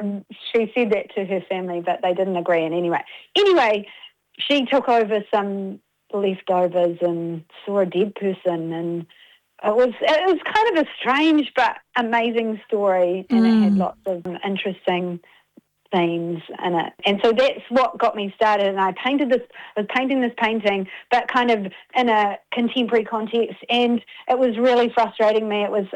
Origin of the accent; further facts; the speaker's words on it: Plimmerton, Wellington, New Zealand; I'm from Te Whanga Nui Atara, just north, a little place called Plimoton, which is by the sea.